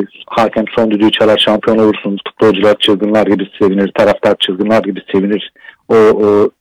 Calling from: Antalya, Turkey; Aygün Bey … Antalya'dan.

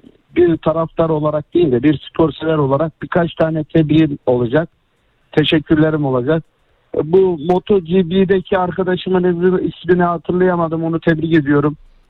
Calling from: Sivas, Turkey; ben bir Sivaslı olarak

